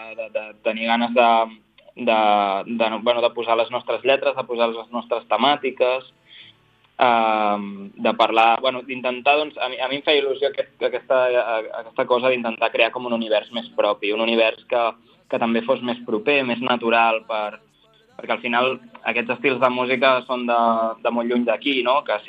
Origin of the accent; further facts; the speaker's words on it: Catalonia, Spain; Jo soc de l'Alt Empordà